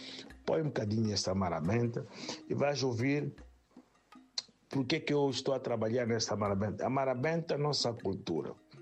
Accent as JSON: {"language": "Portuguese", "country": "Mozambique", "moved": "yes", "lives_now": "Germany"}